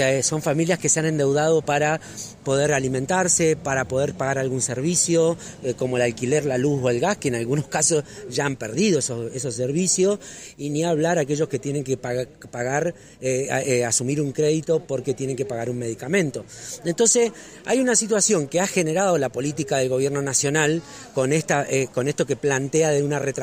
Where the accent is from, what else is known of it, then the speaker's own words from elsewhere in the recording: Argentina; esto que nos está sucediendo como argentino